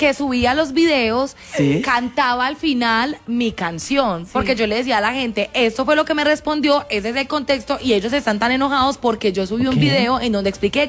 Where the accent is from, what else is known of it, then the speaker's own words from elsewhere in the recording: Colombia; A ver, yo amo Colombia, yo soy colombiana.